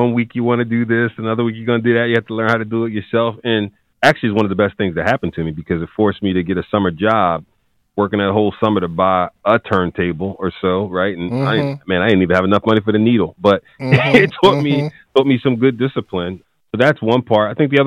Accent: Philadelphia, Pennsylvania, United States; Well, you know, North Philly was tough back then.

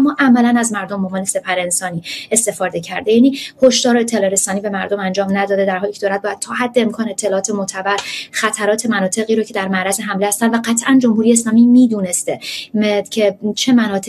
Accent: Iran; ماهایی که در ایران سالها رو بزرگ شدیم ما در زیرزمین خونه های خودمون که انقدر امن نبود در واقع پناه میگرفتیم

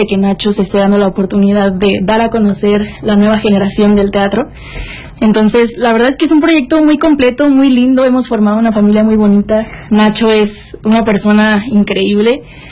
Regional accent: Monterrey, Nuevo León, Mexico; now in Mexico City, Mexico; yo, que vengo de Monterrey, obviamente toda la gente de otras ciudades, pues queremos venir aquí a la capital a cumplir nuestros sueños

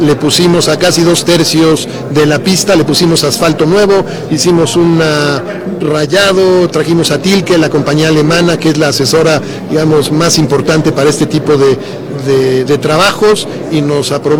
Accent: Mexico; Yo creo que hay una conversación que deberíamos de tener nosotros como mexicanos para seguir trayendo otras categorías.

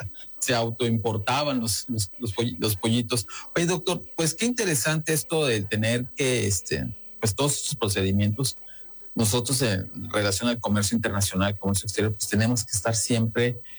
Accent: Mexico; nosotros como mexicanos consumidores

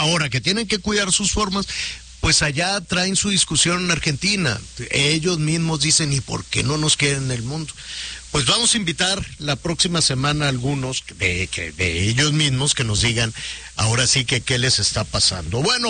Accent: Mexico

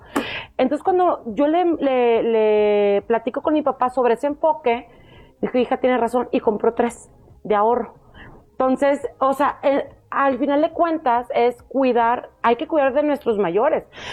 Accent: Mazatlán, Sinaloa, Mexico; yo soy de Sinaloa, de Mazatlán.

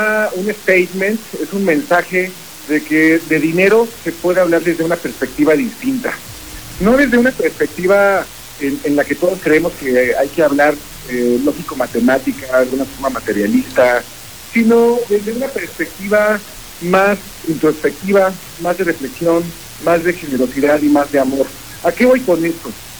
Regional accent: Mexico; Nosotros los mexicanos

